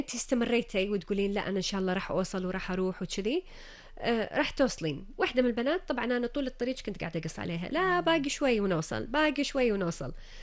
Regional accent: Kuwait; اطلع من الكويت من الاجواء الصحراويه الحاره اللي عندنا اللي احنا متعودين عليها بمنطقه الخليج

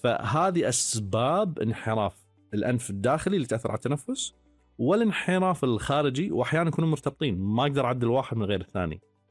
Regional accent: Kuwait; عندنا بالكويت

